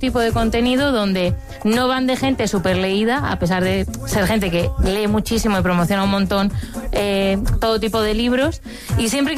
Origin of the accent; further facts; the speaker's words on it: Madrid, Community of Madrid, Spain; Yo soy muy madrileña para esta cosa. Me tenéis que perdonar.